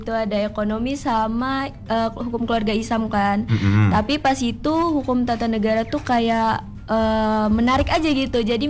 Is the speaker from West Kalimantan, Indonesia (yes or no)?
yes; Sekadau, West Kalimantan, Indonesia; moved away as an adult; now in Pontianak, Indonesia; Kalau aku ngerantau sih ke sini. Asalnya dari Sekadau.